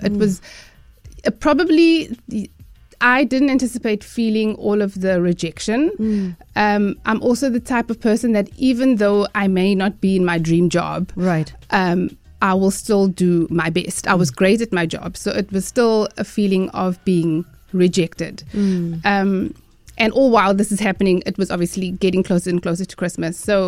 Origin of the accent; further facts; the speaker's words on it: South Africa; So definitely, as a South African